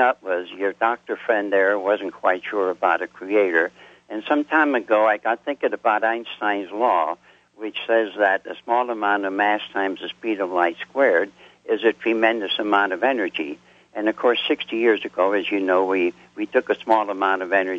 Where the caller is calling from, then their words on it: Pennsylvania, United States; I'm calling from Brinecksville, Pennsylvania, near Allentown.